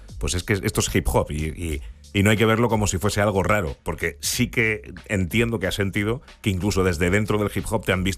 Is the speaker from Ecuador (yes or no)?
no; Argentina; sabiendo que yo soy una persona argentina y que realmente lo que estoy es participando de esto, pero con las limitaciones, evidentemente, de mi origen.